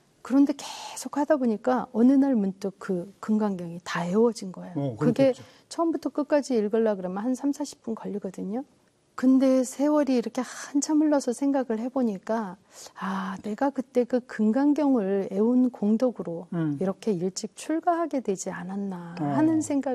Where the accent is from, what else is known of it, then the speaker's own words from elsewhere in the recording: Yongin, Gyeonggi Province, South Korea; 제 고향이 용인이거든요.